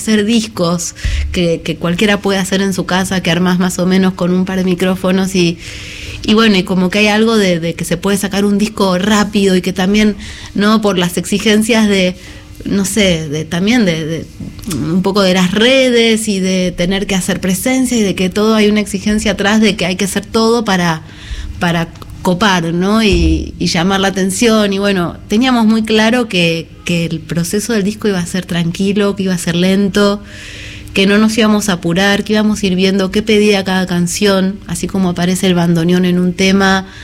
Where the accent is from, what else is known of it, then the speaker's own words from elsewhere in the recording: Buenos Aires, Argentina; now in Trevelin, Argentina; Me formé acá, empecé muy chiquita con la música